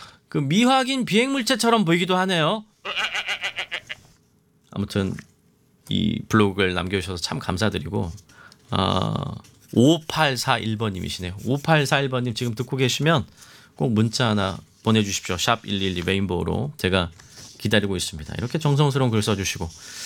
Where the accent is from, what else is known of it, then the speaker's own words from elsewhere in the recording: Pyeongchang, Gangwon, South Korea; 제가 강원도 평창 출신인데 그렇게 사투리 쓰는 거 아니더래요.